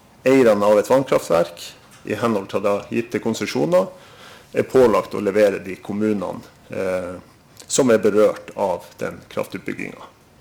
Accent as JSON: {"language": "Norwegian", "region": "Northern Norway", "country": "Norway", "said": "Isaskraft, vi en kraftleverandør med utspring fra nord. Det hører dere kanskje av dialekten min. Jeg sitter selv i Alta."}